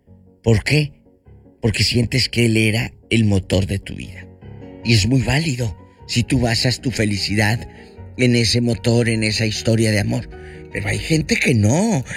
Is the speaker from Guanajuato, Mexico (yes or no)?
no; Matamoros, Tamaulipas, Mexico; Y allá en mi tierra, el Matamoros, Tamaulipas.